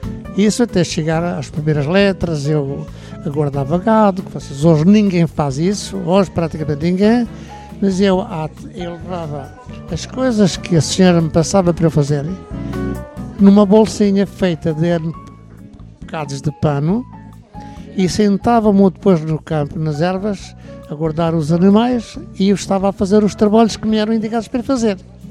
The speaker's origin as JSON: {"language": "Portuguese", "region": "Algarve", "country": "Portugal", "moved": "yes", "lives_now": "Belém, Lisbon, Portugal", "said": "porque eu não sou de cá. Sou do Algarve. É aqui, moro a partir dos anos 40, 50, 60, pouco mais ou menos. Portanto, já daqui a uns aninhos que moro aqui."}